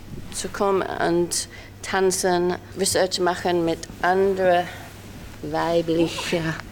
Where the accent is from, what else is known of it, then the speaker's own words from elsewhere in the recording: North East England, United Kingdom; German is a second language; moved away; Ich komme aus England, Nordost-England.